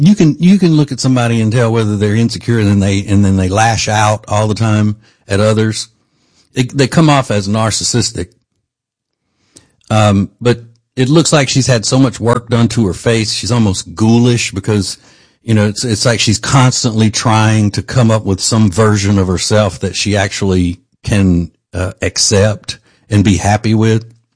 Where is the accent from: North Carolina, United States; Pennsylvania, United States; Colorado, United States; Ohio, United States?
North Carolina, United States; Charlotte; Here I am from Charlotte, North Carolina, where I work and thrive in a big dangerous city.